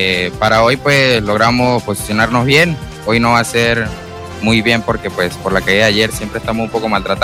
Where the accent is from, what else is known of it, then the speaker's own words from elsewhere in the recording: San Juan de Colón, Táchira, Venezuela; Pues yo soy del municipio de Ayacucho, de San Juan de Colón.